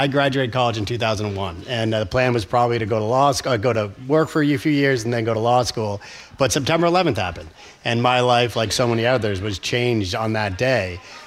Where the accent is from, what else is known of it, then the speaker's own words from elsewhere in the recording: Concord, Massachusetts, United States; growing up in Concord, surrounded by this incredible exposure to the history and glory of America